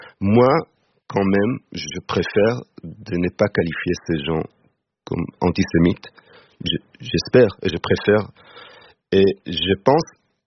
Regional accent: Israel; moved away as an adult; now in France; Moi, évidemment, je suis israélien et j'ai quitté Israël suite aux raisons politiques.

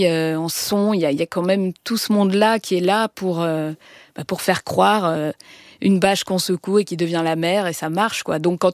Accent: Aix-en-Provence, Provence-Alpes-Côte d'Azur, France; J'avais 19 ans et moi, je viens d'Aix-en-Provence.

